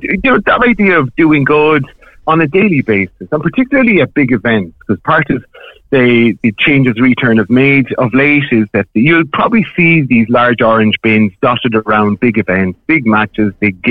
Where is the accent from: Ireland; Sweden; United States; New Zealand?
Ireland; as Irish people